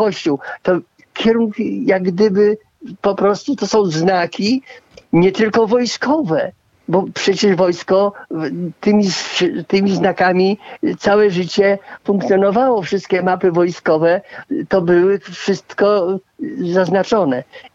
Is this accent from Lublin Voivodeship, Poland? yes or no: yes; Chełm, Lublin Voivodeship, Poland; also born or lived in Volhynia; Chełma Lubelskiego, na którym to moje miasto rodzinne, bo ja się urodziłem na Wołyniu, osada wojskowa Piłsudskiej, więc to było najbliższe miasto po wojnie